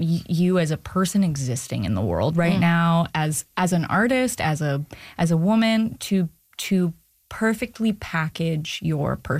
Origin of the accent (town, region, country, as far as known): Vancouver, British Columbia, Canada